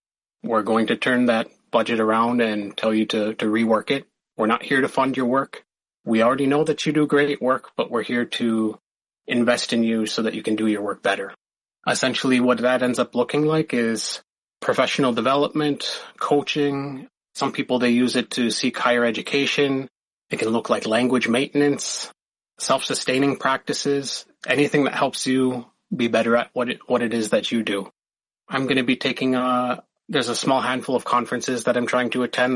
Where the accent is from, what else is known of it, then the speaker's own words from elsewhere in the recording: Red Lake, Minnesota, United States; now in Fond du Lac Reservation, United States; I come from the Eagle Clan at Red Lake. My family comes from the community of Obashing, Panema, as well as Cass Lake over at Leech Lake. And I've been living here at Fond du Lac Reservation for about 10 and a half years now.